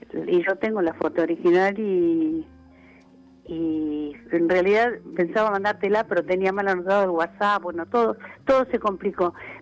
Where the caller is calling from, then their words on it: Mar del Plata, Buenos Aires Province, Argentina; No, soy de Mar del Plata.